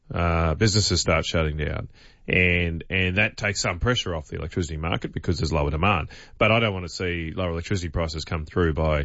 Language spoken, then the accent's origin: English; Queensland, Australia; And I'm not from Sydney. I was happily living in central Queensland, enjoying the sunshine and freedom. And I did come to the conclusion, Ben, that during COVID, Queenslanders secretly want the border shut all the time. It just gave us a convenient excuse to keep you out.